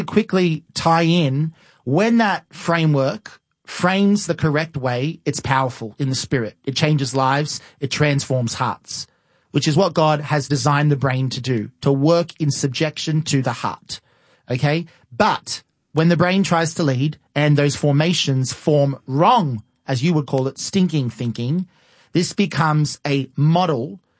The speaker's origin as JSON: {"language": "English", "country": "Australia", "accent": "Australian", "said": "My accent might, you know, kind of jolt this a bit because of being Australian."}